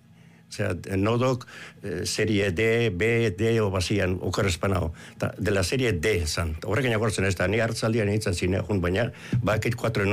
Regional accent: Basque Country, Spain; euskeran egoera ikusita guk nola euskalduna ginen, ba euskeraz egitea proposatu gendun

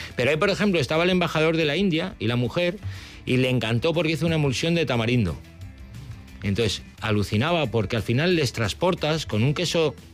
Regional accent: Basque Country, Spain; somos vascos.

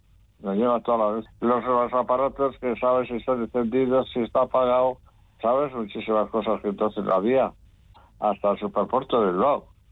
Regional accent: Machichaco, Basque Country, Spain; O sea que ahí he nacido, y bueno, pues después era normal para mí. Era un sitio donde yo había tenido mi niñez y mi juventud

